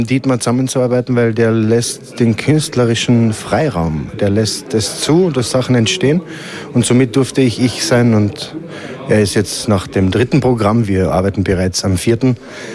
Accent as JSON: {"language": "German", "town": "Klagenfurt", "region": "Carinthia", "country": "Austria", "said": "ich komme aus Kärnten, aus Klagenfurt"}